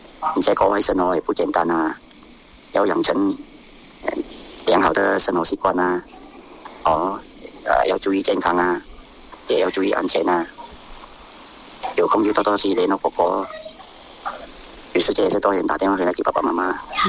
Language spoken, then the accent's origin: Chinese; Kuala Krai, Kelantan, Malaysia